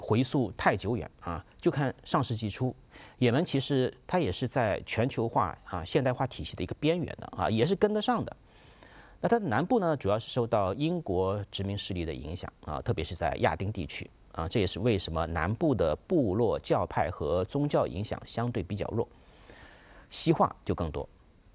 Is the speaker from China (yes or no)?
yes; China; 我们中国人